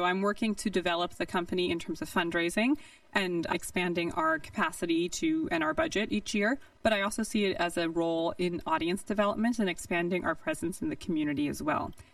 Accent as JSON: {"language": "English", "region": "New York", "country": "United States", "tie": "born or raised there", "moved": "yes", "lives_now": "Modesto, United States", "said": "especially growing up in New York"}